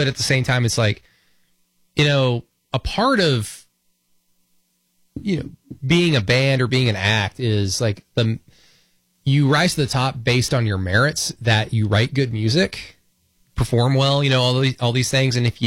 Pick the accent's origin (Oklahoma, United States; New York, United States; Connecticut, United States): Oklahoma, United States; But I always just kind of was under the assumption, oh, I'm from Oklahoma. There must be like, I must have some Native American DNA.